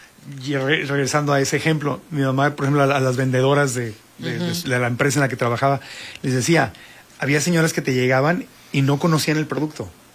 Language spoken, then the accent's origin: Spanish; Tijuana, Baja California, Mexico; moved away; yo nací y crecí en Tijuana